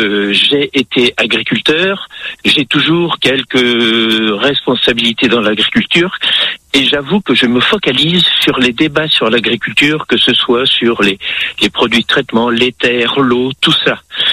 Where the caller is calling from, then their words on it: Vienne, Nouvelle-Aquitaine, France; Du département de la Vienne, le département du Futuroscope.